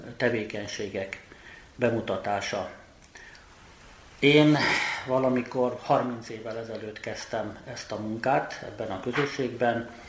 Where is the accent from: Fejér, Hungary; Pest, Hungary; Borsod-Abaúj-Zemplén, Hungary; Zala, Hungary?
Pest, Hungary; Páty; also born or lived in Budapest; 70 éve születtem a János Kórházban Budapesten. Édesanyám ide hozott vissza Pártyra, a községbe, és itt élünk ugyanúgy 70 éve. A szüleim, nagyszüleim mind-mind pártyiak, azt mondhatnám, hogy törzsgyökeres pártyinak ismernek minket, meg engem is.